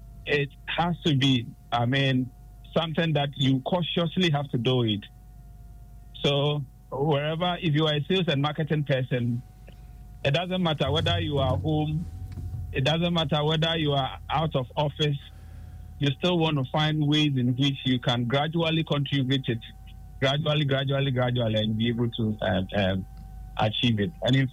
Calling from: Tema, Greater Accra, Ghana; I'm calling from Tema.

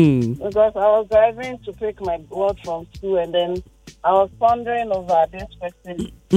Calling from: Ghana; I'm calling from Tanos.

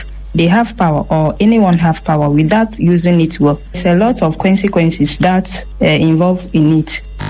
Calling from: Keta, Volta, Ghana; I'm from Keta.

